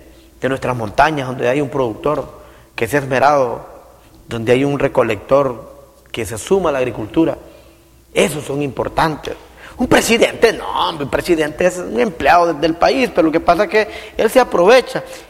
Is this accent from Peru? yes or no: no; Honduras; Yo estoy en contra de todos aquellos que pierden la identidad como hondureños.